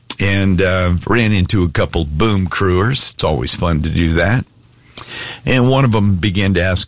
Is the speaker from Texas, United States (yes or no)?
no; Alaska, United States; born there; moved away; I said, yeah, I was. I was born in Alaska.